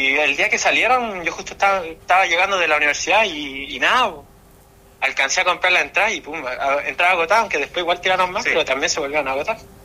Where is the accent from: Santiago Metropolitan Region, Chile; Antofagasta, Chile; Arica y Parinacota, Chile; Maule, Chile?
Antofagasta, Chile; Somos de Calama. Bueno, yo vengo de Antofagasta